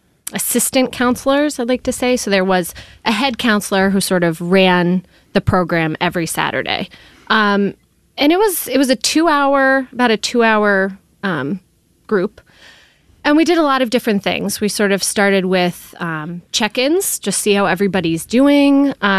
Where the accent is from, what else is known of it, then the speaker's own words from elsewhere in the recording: West Hartford, Connecticut, United States; I am from West Hartford, Connecticut, smack dab in the middle.